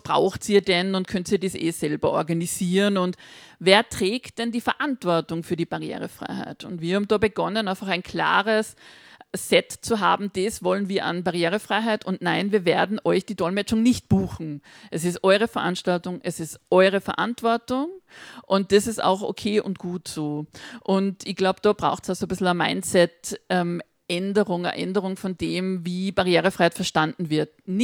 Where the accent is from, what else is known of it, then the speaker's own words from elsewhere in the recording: Salzburg, Austria; accent: Pinzgau dialect; Angeschasselt werden, gibt es auch im Pinzgerischen, wo ich herkomme. Ist ein, gute Worte haben wir im Dialekt.